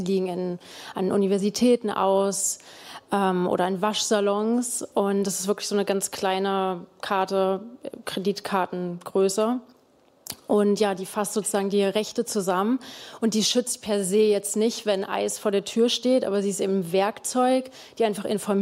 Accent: Germany; now in New York, United States; Also zum Kontext, ich bin aus Deutschland, aber ich lebe in New York und habe die Green Card.

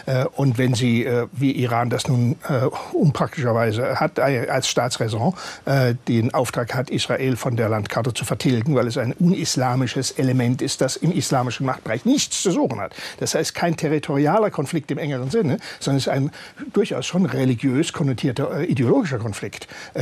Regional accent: Baden-Württemberg, Germany; Ich komme aus Südbaden und da ist alles sehr badisch und sehr lieb und behäbig und ja.

